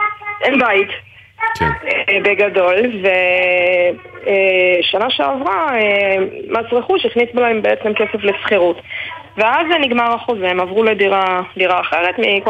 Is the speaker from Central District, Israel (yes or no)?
yes; Rishon LeZion, Central District, Israel; זה הבית של ההורים שלי, הבית שגדלתי בו